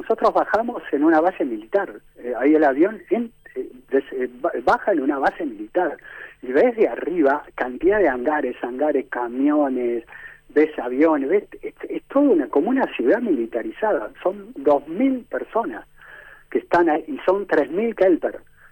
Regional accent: Argentina; lo loco que somos los argentinos, no se podía entrar con una bandera, nos ingeniamos para entrar con una bandera en la cancha

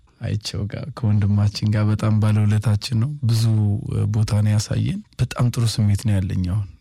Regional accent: Dessie, Amhara, Ethiopia; ከዛ ያው ደሴ ነው ተወልጄ ያደግኩት፣ ወደ ጦሳ ጠጋ እያልኩ እዛ ትንሽ መለማመድ

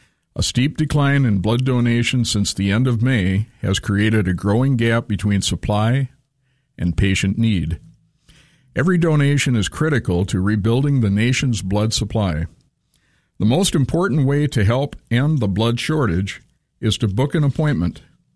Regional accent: Litchfield, Minnesota, United States; I grew up in Litchfield, so that's my home country.

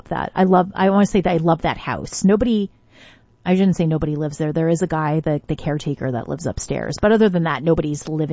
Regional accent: Tecumseh, Ontario, Canada; I grew up in Tecumseh

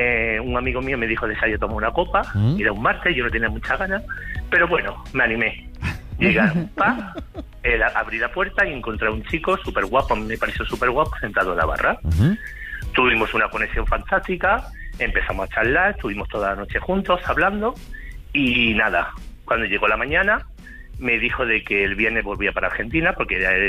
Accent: Andalusia, Spain; yo soy de Andalucía

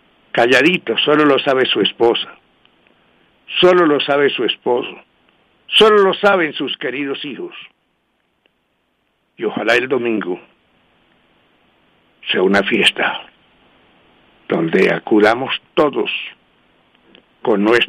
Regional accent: Colombia; como buen colombiano, dar mi voto

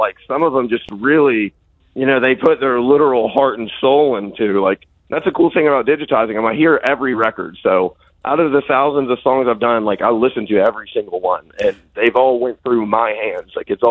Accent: Cleveland, Ohio, United States; I grew up in the church, and some of the vinyl records I first did were actually from the churches I grew up in here in Cleveland.

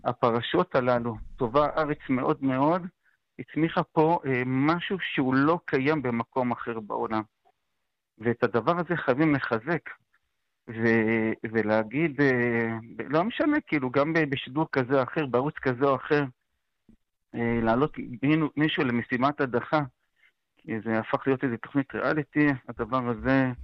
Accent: Jerusalem, Jerusalem District, Israel; צריך לשמור על הדברים שבקונצנזוס שאני גדלתי עליהם כירושלמי, בסדר? אני נולדתי בתוך בית קפה, בסדר? בתוך ירושלים, בצטרום של הצטרום

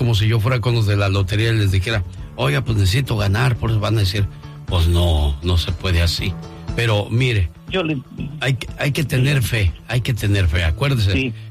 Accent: Puebla, Mexico; now in United States; No dejen abajo a sus paisanos, a su raza, chamacos, porque un día salí de Puebla, pero Puebla

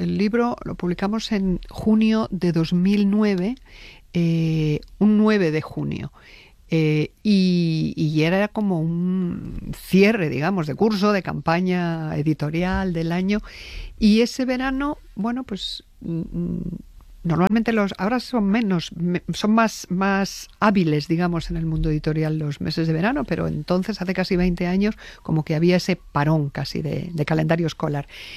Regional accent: Spain; Nosotros, que somos los españoles muy malos aprendices de inglés y que con mucha facilidad, y de hablantes de lenguas extranjeras en general, y con mucha facilidad tomamos términos extranjeros

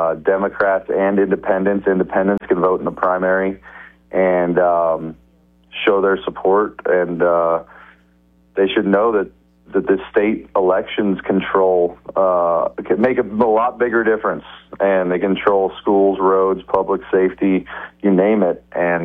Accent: New Mexico, United States; moved away; I grew up in New Mexico.

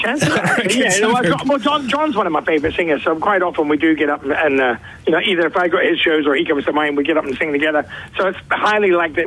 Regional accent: South Australia, Australia; born there; also born or lived in Adelaide; that's practically my hometown. I've spent a lot of time, as a young lad, doing gigs up and down the river and on boats and all that sort of stuff as well.

